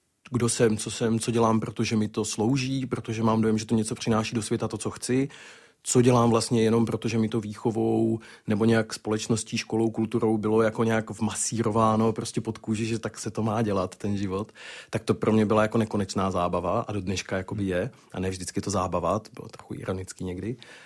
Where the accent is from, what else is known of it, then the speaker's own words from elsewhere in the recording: Zlín Region, Czechia; A já jsem kluk z Valašska